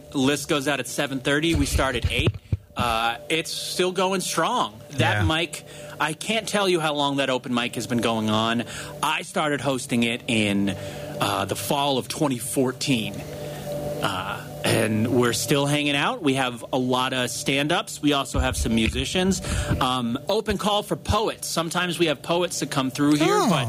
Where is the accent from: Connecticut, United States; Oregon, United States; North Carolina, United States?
North Carolina, United States; Orange County; every time I tell people I'm from Orange County, they're like, Orange County, California? I'm like, no, Orange County, North Carolina.